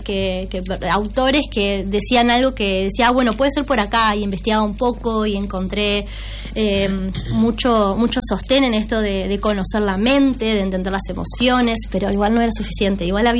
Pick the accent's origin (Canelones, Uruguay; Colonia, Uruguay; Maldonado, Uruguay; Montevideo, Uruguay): Montevideo, Uruguay; De Montevideo. Ahí está. Sí, crecí en Montevideo. Crecí en la Villa del Cerro. Y luego, bueno, me mudé.